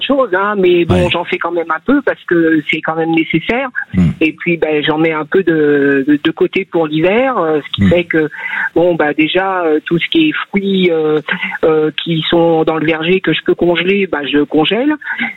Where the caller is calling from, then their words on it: Niort, Nouvelle-Aquitaine, France; de Niort, dans les Deux-Sèvres.